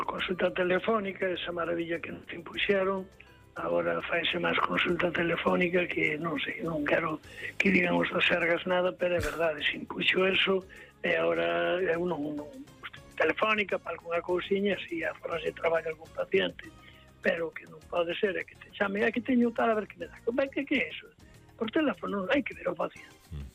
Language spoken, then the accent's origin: Galician; Santiago de Compostela, Galicia, Spain; Bueno, criei-me ali. Eu criei-me no Carmen de Abaixo, o sea, que era de Galeras, en Santiago.